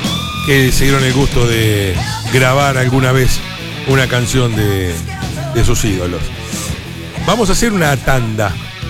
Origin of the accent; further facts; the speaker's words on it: Uruguay; Yo, uruguayo. Sé la cantidad de argentinos van a decir, yo soy uruguayo.